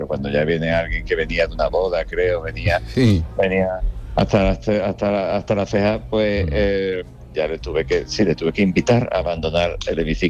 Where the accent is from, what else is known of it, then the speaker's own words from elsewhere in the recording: Andalusia, Spain; muchas veces también me relajo y hablo más con mi acento natal y en fin, hay pequeñas confidencias que son normales, eso no se trae. Incluso cuando ya voy a Cádiz o San Fernando, pues todavía la es más todavía, ¿no?